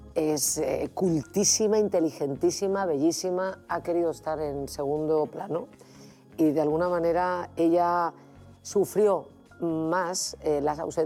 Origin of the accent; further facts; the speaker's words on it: Madrid, Community of Madrid, Spain; Yo soy madrileña de pura cepa. Nací en Chamberí el día de San Antonio y … Amo mi ciudad.